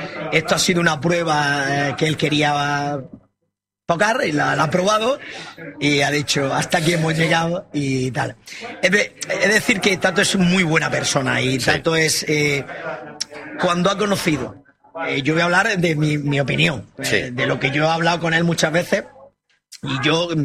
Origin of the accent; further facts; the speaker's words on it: Spain; Yo soy español, yo quiero que gane España.